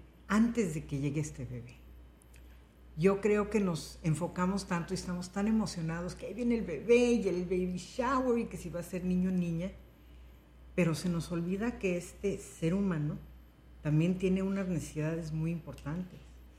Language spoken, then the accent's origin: Spanish; Mexico City, Mexico; moved away as an adult; now in United States; Nací, crecí y me eduqué en la Ciudad de México.